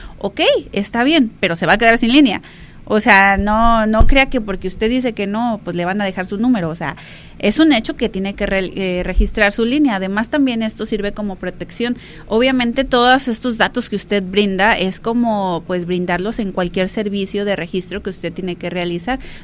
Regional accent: Mexico

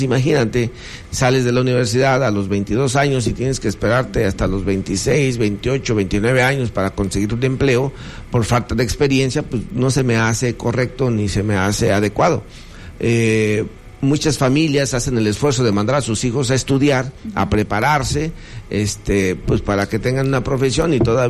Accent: Mexico; porque lo que nos corresponde como mexicanos y mexicanos, pues es un tema de la vida pública y de la vida política de esta nación

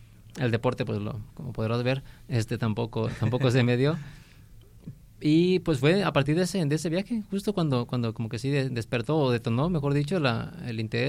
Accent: Tepic, Nayarit, Mexico; soy originario de aquí de Tepic, tengo 38 años

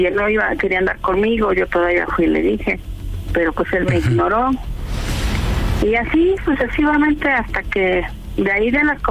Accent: State of Mexico, Mexico; Tengo 59 y soy del estado, de aquí del México.

